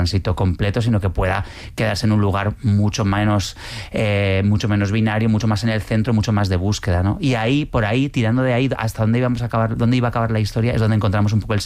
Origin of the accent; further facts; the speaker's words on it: Pamplona, Navarre, Spain; moved away as an adult; now in Madrid, Spain; yo nací en Pamplona, viajé a Madrid en el año 98